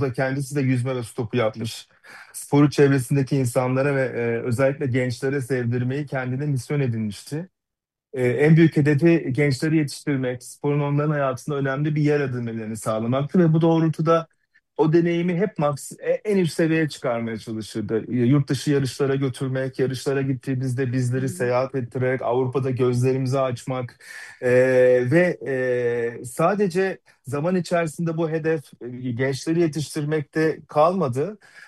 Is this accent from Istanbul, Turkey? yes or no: yes; Istanbul, Turkey; Hem bir İstanbullu olarak hem de yüzme sporuna gönül vermiş biri olarak buna şahitlik etmekten mutluluk duyuyorum.